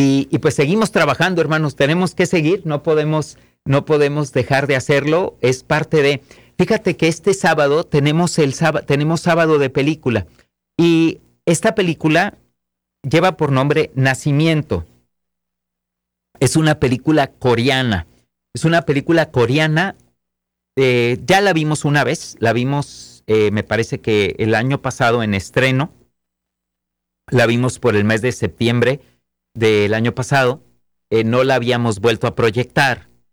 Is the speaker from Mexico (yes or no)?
yes; Mexico; como mexicanos, sabemos de esa bendición